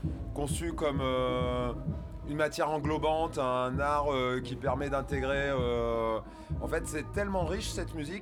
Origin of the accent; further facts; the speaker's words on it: Toulouse, Occitanie, France; Alors, attends, c'est une ville pas très loin. Une grosse ville, quand même, hein.